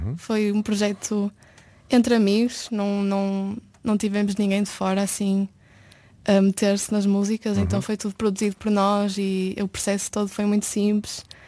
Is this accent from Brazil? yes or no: no; Porto, Portugal; moved away as an adult; now in Berlin, Germany; Eu nasci e fui criada no Porto, desde pequenina.